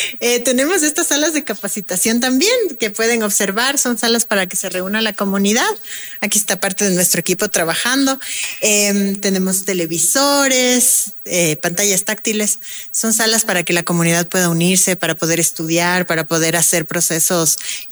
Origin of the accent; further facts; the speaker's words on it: Quito, Pichincha, Ecuador; el privilegio como quiteños, como quiteñas, como ciudadanos que tenemos de poder visitar y poder acceder a esto